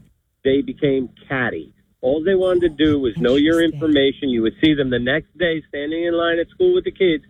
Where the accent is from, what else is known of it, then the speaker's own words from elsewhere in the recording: Monmouth County, New Jersey, United States; Born and raised in Monmouth County, New Jersey, moved to Ocean County and raised my family.